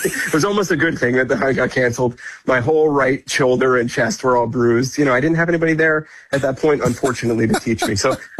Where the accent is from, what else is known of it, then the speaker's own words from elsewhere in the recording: Pennsylvania, United States; I grew up in Pennsylvania, right outside of Philadelphia, and I grew up in a very suburban area